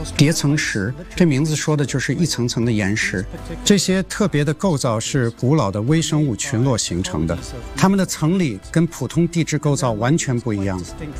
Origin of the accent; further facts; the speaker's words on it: Canada; 我在加拿大长大，从小就接触户外露营，特别喜欢户外活动。